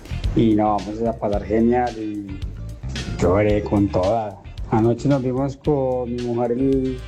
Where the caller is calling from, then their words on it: Colombia; yo soy de Colombia